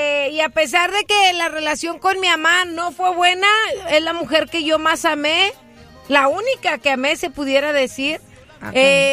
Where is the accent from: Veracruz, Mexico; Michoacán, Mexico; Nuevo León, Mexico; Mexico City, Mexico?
Michoacán, Mexico; Sí, soy originario de Michoacán, pero La neta, el norte a mí me robó.